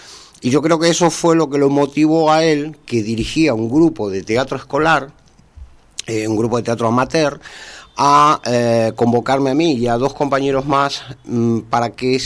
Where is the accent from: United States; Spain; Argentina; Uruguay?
Argentina; Buenos Aires; moved away; also born or lived in San Rafael, Mendoza, Argentina; Yo nací en la ciudad de Mendoza, en la provincia de Mendoza, en la ciudad de San Rafael, pero teniendo yo un año, la familia se trasladó a Buenos Aires, con lo cual me crié en Buenos Aires. De hecho, Mendoza la conocí ya con 18, 19 años.